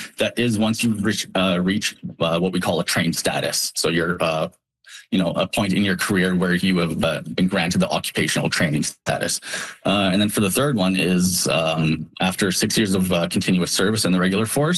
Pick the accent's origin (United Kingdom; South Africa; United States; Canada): Canada; Regina, Saskatchewan; So I'm actually originally from Regina, and it's nice to be back home now, actually recruiting and working here in my community, letting everybody know.